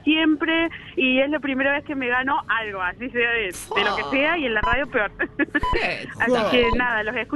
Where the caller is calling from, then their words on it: La Calera, Córdoba, Argentina; somos de La Calera nosotros.